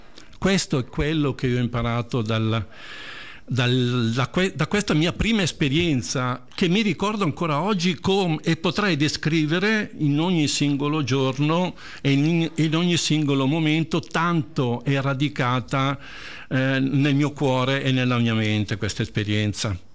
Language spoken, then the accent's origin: Italian; Lurate Caccivio, Lombardy, Italy; also born or lived in Southern Italy; sono un terrone e non mi vergogno a dirlo, perché quelle sono le mie origini. Sono cresciuto nel Comasco, perché mio padre a 4 anni mi ha portato in Lurate Cacivio, provincia di Como, e quindi i miei compagni, i miei amici di adolescenza erano tutti lombardi.